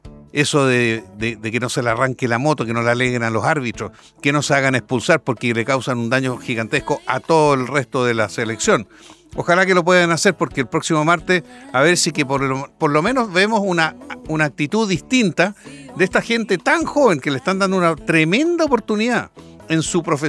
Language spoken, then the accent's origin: Spanish; Chile